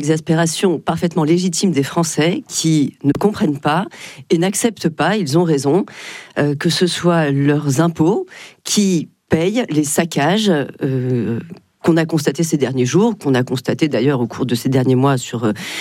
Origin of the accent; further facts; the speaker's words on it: Nantes, Pays de la Loire, France; Je suis nantaise